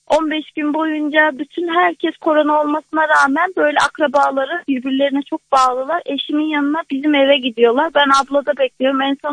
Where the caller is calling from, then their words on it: Adana, Turkey; Adana'dan arıyorum.